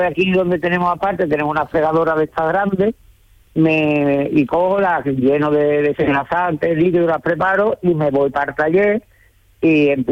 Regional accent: Dos Hermanas, Andalusia, Spain; moved away as an adult; now in Lagos del Serrano, El Ronquillo, Spain; Yo soy de toda la vida de Dios, de Montequinto.

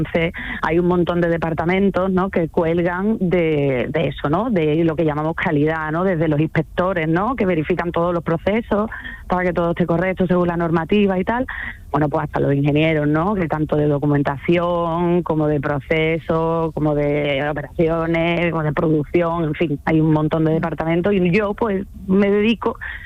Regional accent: Seville, Andalusia, Spain; nosotros somos de aquí de Sevilla, sí.

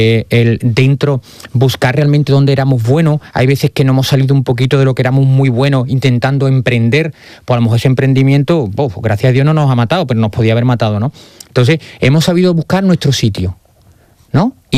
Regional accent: Huelva, Andalusia, Spain; yo partí, yo salí de Huelva siendo pedraza

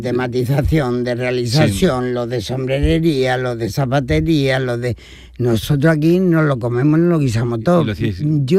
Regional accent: Antequera, Andalusia, Spain; born there; Sí, yo nací en Antequera porque allí estaba el ginecólogo de mi madre.

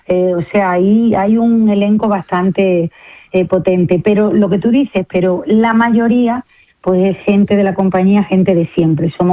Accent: Andalusia, Spain; Y ha sido súper mágico porque los tres somos andaluces y los tres es que nos emocionábamos

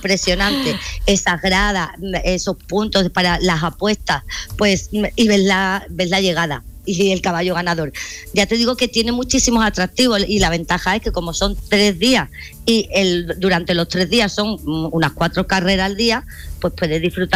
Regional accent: Seville, Andalusia, Spain; Bueno, perdona, yo soy de Sevilla.

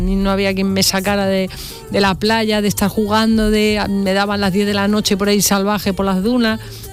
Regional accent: Madrid, Community of Madrid, Spain; born there; Bueno, yo soy de Madrid, que nací allí porque mi padre estaba destinado allí en una empresa, pero nosotros hemos tenido la familia, tenía casa en Punta Umbría, toda la vida en Huelva

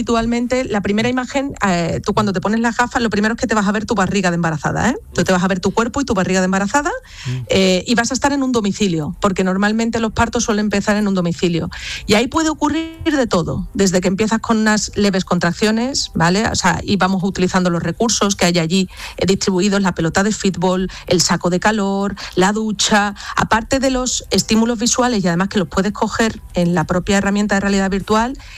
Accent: Andalusia, Spain; Es un orgullo para mí decir que soy andaluza

